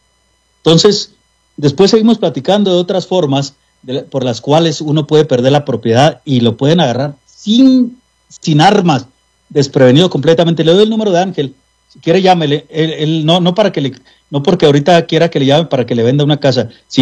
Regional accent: Mexico; now in United States; nosotros, como mexicanos, los que vivimos ciertos años allá y otros años acá

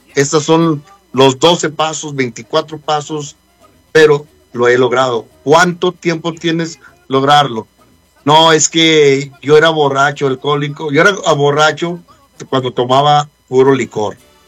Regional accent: Mexico; Entonces quizás nosotros que venimos de México volvemos a lo mismo.

